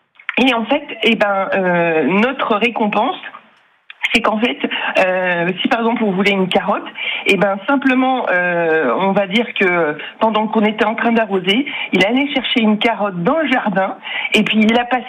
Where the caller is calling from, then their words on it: Bourgogne-Franche-Comté, France; je suis et pâtissière et confiturière, pas très très loin de Beaune, entre Beaune et Nice-Saint-Georges en fait.